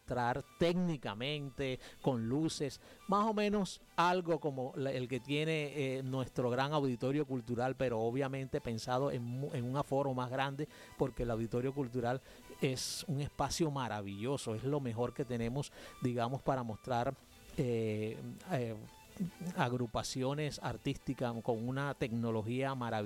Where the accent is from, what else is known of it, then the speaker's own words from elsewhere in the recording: Córdoba, Colombia; lo que somos como cordobeses, como caribes